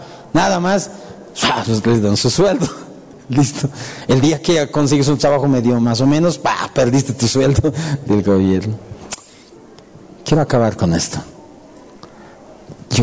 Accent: Bolivia; Nosotros también somos bolivianos.

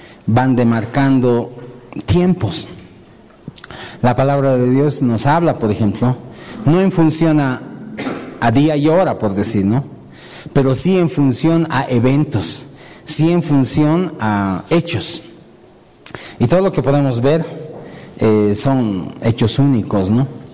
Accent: Bolivia; Nosotros, como bolivianos, nos debemos a nuestras leyes también.

